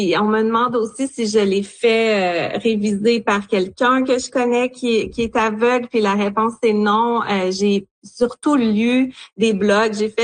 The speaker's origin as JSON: {"language": "French", "town": "Baie-Comeau", "region": "Quebec", "country": "Canada", "tie": "born or raised there", "also_born_or_lived": "Sherbrooke, Quebec", "moved": "as an adult", "lives_now": "London, Canada", "said": "je suis originaire de la Côte-Nord, de Baie-Comeau sur la Côte-Nord, mais j'ai étudié à l'Université de Sherbrooke et mes parents ont habité longtemps dans les cantons de l'Est. Ma mère est toujours à Sherbrooke."}